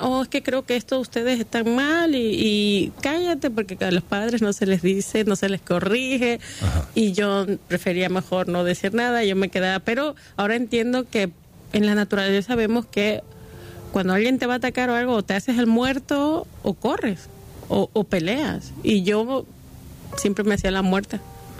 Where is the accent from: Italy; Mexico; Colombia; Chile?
Mexico; Acapulco, Guerrero; como en el caso mía, que soy de Acapulco, la mayoría de las personas que yo conozco me dicen, oh, es que tú no hablas como acapulqueña